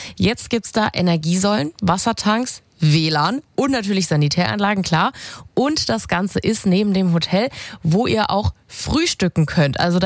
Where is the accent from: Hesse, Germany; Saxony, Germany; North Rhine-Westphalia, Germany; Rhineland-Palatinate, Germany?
Saxony, Germany; einfach mal nach Bad Elster, das ist mehr oder weniger vor der Haustür und den sächsischen Tourismus als Sachse stärken, ist immer eine gute Idee.